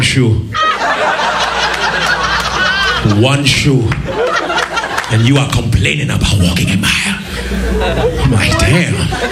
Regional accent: Chicago, Illinois, United States; I grew up in Chicago, so you know, the bus broke down one time.

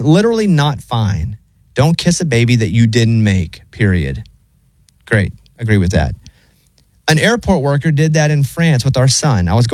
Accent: the South, United States; Okay, I grew up in the South. It's very common.

